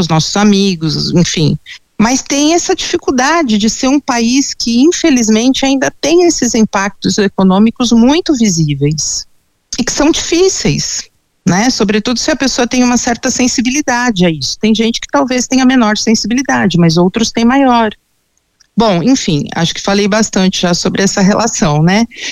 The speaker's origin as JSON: {"language": "Portuguese", "region": "São Paulo", "country": "Brazil", "said": "eu sou aqui de São Paulo, eu desci em Cumbica, e eu até hoje eu moro na Zona Leste"}